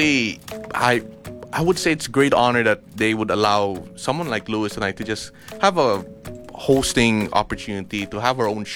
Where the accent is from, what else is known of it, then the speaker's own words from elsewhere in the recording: Cebu, Central Visayas, Philippines; I'm from Cebu, yes.